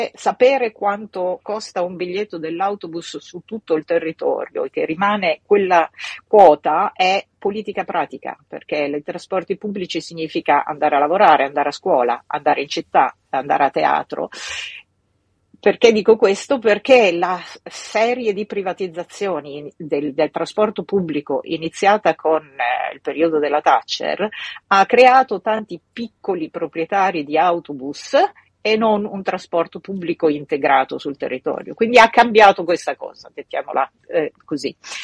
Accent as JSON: {"language": "Italian", "region": "Emilia-Romagna", "country": "Italy", "said": "Emilia-Romagna, io vengo dall'Emilia-Romagna, usiamo questo modello"}